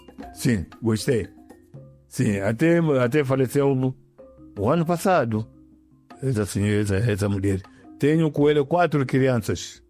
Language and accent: Portuguese; Mozambique; now in Tanzania; já eu fico como tanzaniano, mas enquanto não, eu sou moçambicano.